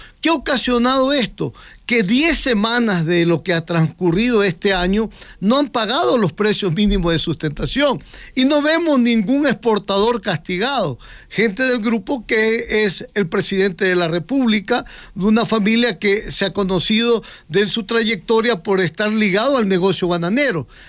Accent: Ecuador; nosotros no nos oponemos porque somos ecuatorianos pensantes y nos preocupamos por nuestro país

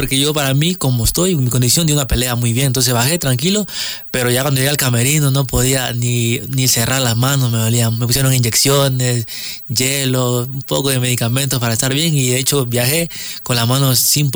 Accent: Ecuador

